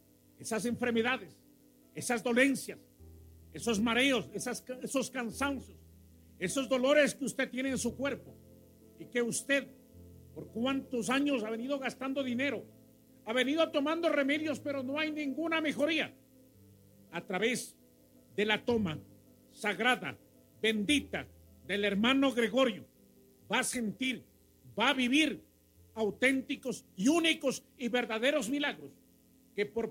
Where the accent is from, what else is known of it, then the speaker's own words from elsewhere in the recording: Venezuela; now in Ecuador; En mi país, en Venezuela